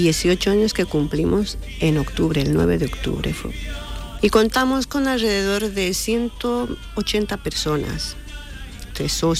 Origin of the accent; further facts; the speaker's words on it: Bolivia; moved away as an adult; now in Jaén, Spain; soy presidenta de la Asociación de Bolivianos en Jaén. Mi cargo en Bolivia era secretaria ejecutiva. Llevo aquí 24 años en Jaén